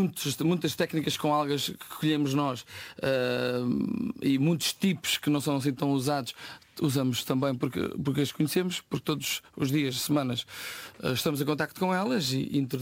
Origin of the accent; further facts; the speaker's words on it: Oeste, Portugal; Eu venho do oeste